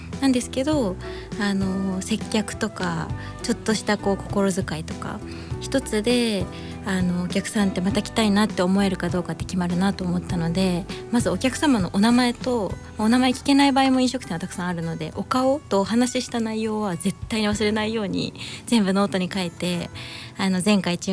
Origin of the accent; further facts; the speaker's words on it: Hokkaido, Japan; also born or lived in Kanagawa; now in Tokyo, Japan; 私北海道出身じゃないですか